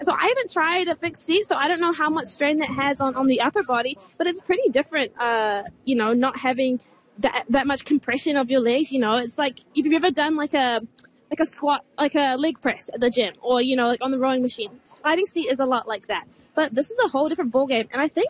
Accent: Wellington, New Zealand

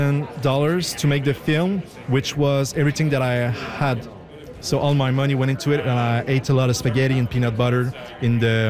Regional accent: Canada; And being a Canadian, being the only Canadian, particularly in those times, is really great. I really feel like somehow the whole country is behind me.

